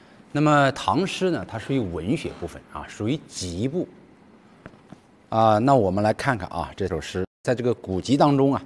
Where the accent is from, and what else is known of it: China